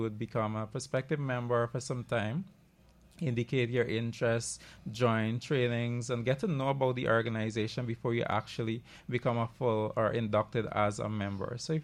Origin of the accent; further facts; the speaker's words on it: Pomeroon-Supenaam, Guyana; I'm from Essequibo. I'm actually from the Essequibo Coast. I live and work there.